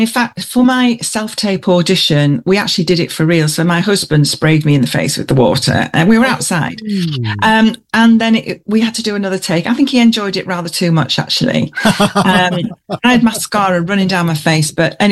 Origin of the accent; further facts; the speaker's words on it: Yorkshire and the Humber, United Kingdom; also born or lived in Esholt; now in North West England, United Kingdom; I'm from Yorkshire originally, and but I've lived this side of the Pennines for a very long time now.